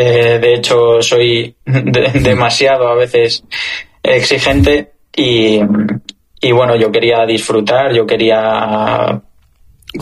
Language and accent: Spanish; Spain